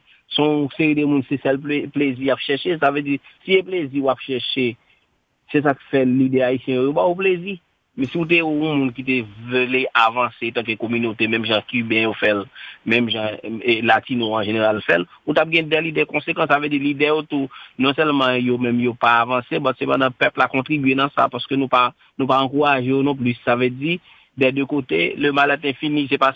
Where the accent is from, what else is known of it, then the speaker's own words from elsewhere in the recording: Haiti; c'est pas même haïtien ça, on est haïtien qui entertaine